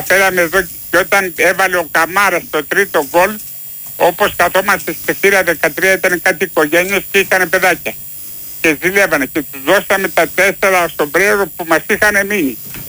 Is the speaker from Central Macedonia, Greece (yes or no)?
no; Lagkadia, Peloponnese, Greece; Είμαι από τα Λαγκάδια της Αρκαδίας.